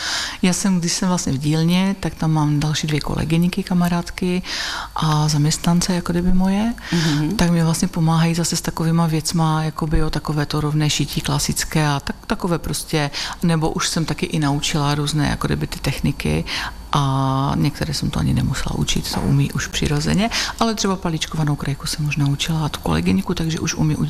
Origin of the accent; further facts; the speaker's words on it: Jablunkov, Moravian-Silesian Region, Czechia; Ale ona to má historii, tam u nás v Jablunkově, ve finále i na Štrambersku, třeba tam byly kamenolomy a v Jablunkově, v Mostech u Jablunkova se razily tunely